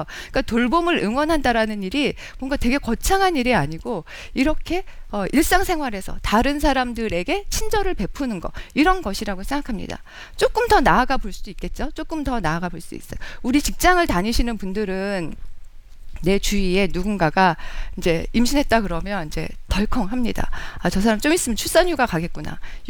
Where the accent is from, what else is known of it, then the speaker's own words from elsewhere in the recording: South Korea; born there; 아 정말 여기서 태어나서 너무 다행이다